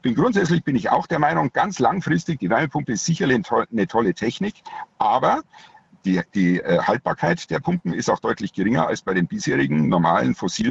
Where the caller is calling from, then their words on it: Munich, Bavaria, Germany; ich bin selbst aus München